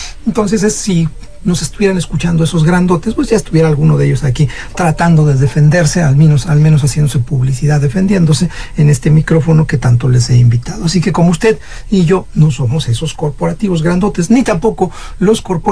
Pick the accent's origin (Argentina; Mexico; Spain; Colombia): Mexico; somos un empresario mexicano